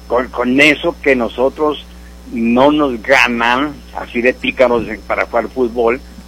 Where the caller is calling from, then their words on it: Mexico; no jugamos como lo que somos, no jugamos como mexicanos